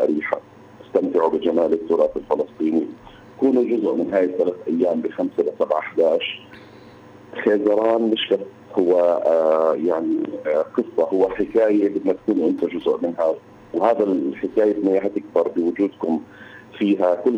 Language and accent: Arabic; West Bank, Palestine; يعني احنا فلسطينيين في الضفة الغربية